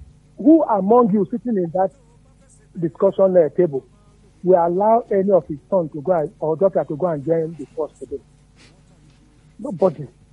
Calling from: Nigeria; I'm calling you from Olugwe.

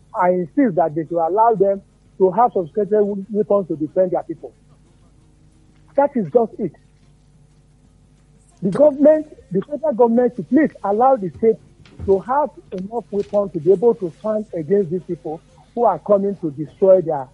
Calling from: Nigeria; I'm calling you from Olugwe.

